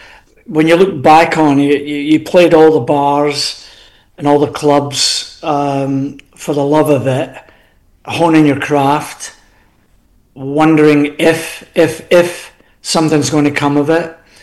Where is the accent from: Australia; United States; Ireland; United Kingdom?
United Kingdom; Scotland; being Scottish